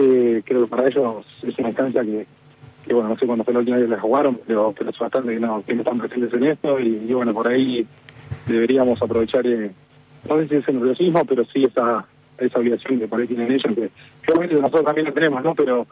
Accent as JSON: {"language": "Spanish", "country": "Argentina", "said": "yo como argentino te voy a decir que quiero ganar Argentina"}